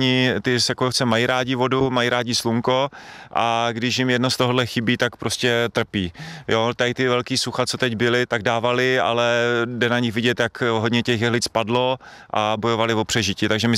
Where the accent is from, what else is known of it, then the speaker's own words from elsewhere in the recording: Brno, South Moravian Region, Czechia; já pocházím z Brna Ivanovic